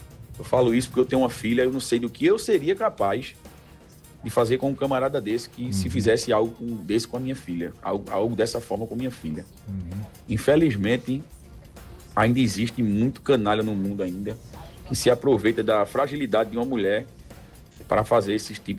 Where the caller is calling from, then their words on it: Carpina, Pernambuco, Brazil; sou de Carpina, Pernambuco